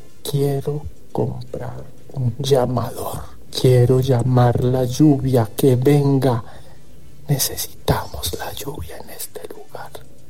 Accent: Colombia; Lo digo como colombiano con convicción. Nuestra patria es Colombia, nuestro país, nuestra nación

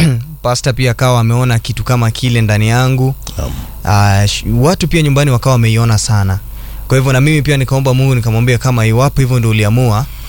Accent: Oyugis, Homa Bay County, Kenya; Maana baada ya form 4 nimefunza shule fulani pale nyumbani kidogo.

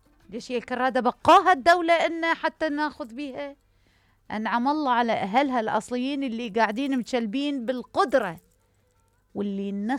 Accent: Baghdad, Baghdad Governorate, Iraq; من بغداد، متابع بانجور بس أنا ما مقابرك هاي فترة، ولأول مرة أتصل

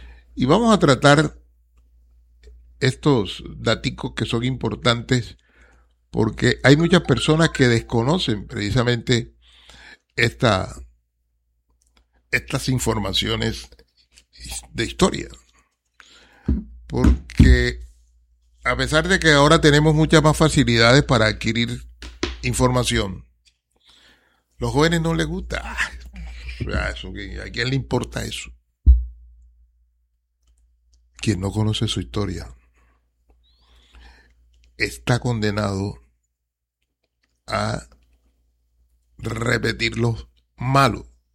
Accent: Cartagena, Bolívar, Colombia; Nosotros, muchos somos nacidos aquí en Cartagena

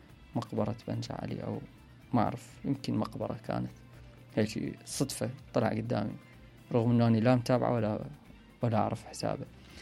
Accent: Iraq; احنا كشعب عراقي

